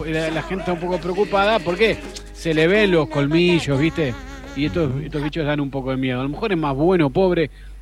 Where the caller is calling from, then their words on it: San Martín de los Andes, Neuquén, Argentina; pues yo soy de San Martín, yo no voy a Junín.